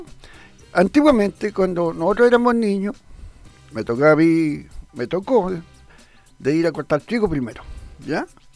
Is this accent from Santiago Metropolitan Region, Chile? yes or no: no; Chanco, Maule, Chile; born there; ese legado lo llevé de Quechanco, de Escuela 1.